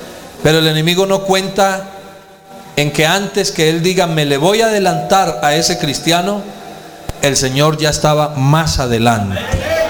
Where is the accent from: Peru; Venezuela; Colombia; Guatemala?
Colombia; accent: Colombian; moved away; cuando nos sentían el acento colombiano, ¿y ustedes de dónde son? Somos de Colombia.